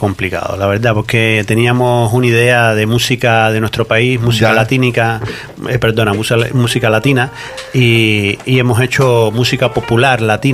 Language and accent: Spanish; Havana, Cuba; moved away; De Cuba, de La Habana. Ella es más del centro, yo soy de La Habana, de la capital.